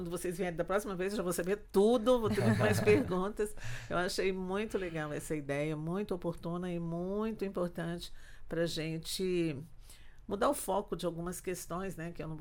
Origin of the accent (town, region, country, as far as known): Brasília, Federal District, Brazil